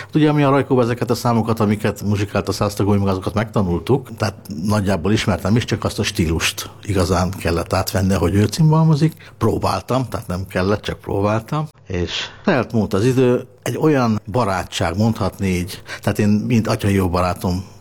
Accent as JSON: {"language": "Hungarian", "town": "Szeged", "region": "Csongrád-Csanád", "country": "Hungary", "also_born_or_lived": "Budapest", "moved": "yes", "said": "Édesanyám részéről én magyar származású vagyok, ő nekem ekte magyar családból származik, de mi Szegeden éltünk, a családunk"}